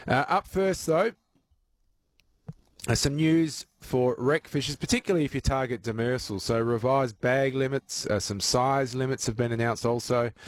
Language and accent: English; Australia; As an Australian, go you good thing.